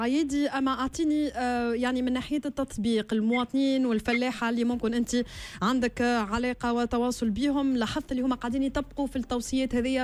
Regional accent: Tunisia

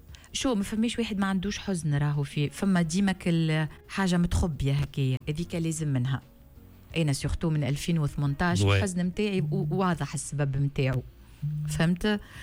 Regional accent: Tunisia; moved away as an adult; now in France; انا تونسيه بروحي وبوجداني

